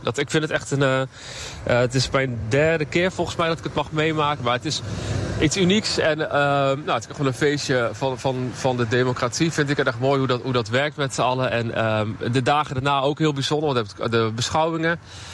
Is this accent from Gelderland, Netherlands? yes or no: no; Zwolle, Overijssel, Netherlands; Dan kom ik uit Zwolle en ik voel me toch wel een beetje tot de regio verbonden.